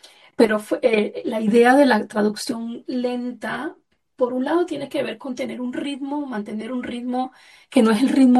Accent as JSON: {"language": "Spanish", "country": "Venezuela", "moved": "yes", "said": "somos venezolanas todas en el exilio"}